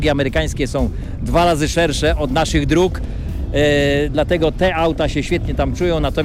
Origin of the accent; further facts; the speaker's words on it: Wągrowiec, Greater Poland Voivodeship, Poland; Przyjechaliśmy spod Wągrowca, z Wielkopolski.